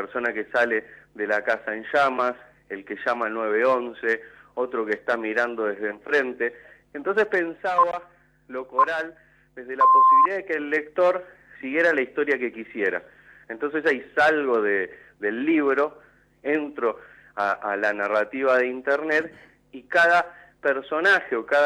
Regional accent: General Rodríguez, Buenos Aires Province, Argentina; now in Mar del Plata, Argentina; yo nunca viví en Buenos Aires, soy de General Rodríguez, ahora vivo en Mar del Plata

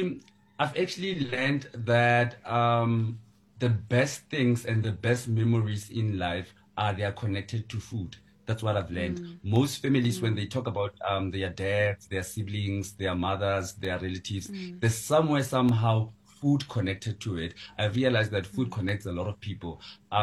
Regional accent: Pretoria, Gauteng, South Africa; born there; I was born in Pretoria. I'm very comfortable with the language. Yes, Pitori, we call it Spitori. It's a subcultural language that we have in Pretoria.

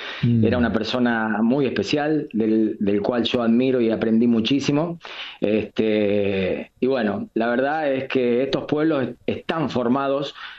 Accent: Laborde, Córdoba, Argentina; La Borde, mi pueblo querido, este 19 de mayo, de esta semana, cumplió 123 años. Un 19 de mayo de 1903 fue cuando se funda este pueblo, que lo fundaron justamente nuestros abuelos, los inmigrantes. … mi abuelo era un herrero

